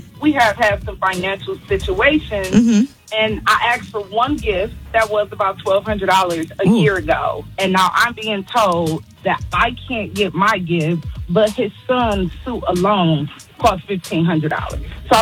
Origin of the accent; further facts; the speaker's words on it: Detroit, Michigan, United States; Like I said, I'm from Detroit, so I asked for some buffs.